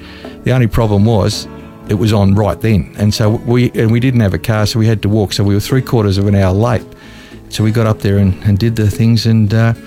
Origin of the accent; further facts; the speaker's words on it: Melbourne, Victoria, Australia; also born or lived in Surrey, England; I was born in Surrey in England, and then we moved, Mum and Dad moved back to Blackburn in the eastern suburbs of Melbourne, and that's where I grew up.